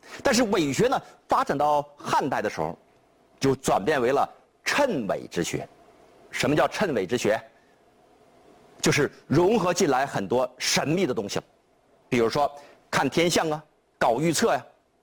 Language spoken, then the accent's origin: Chinese; China; 我们中国人